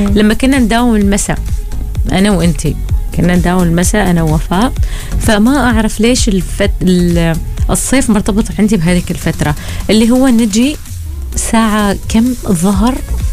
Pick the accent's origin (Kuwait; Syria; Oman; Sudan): Oman; نحن عمانيين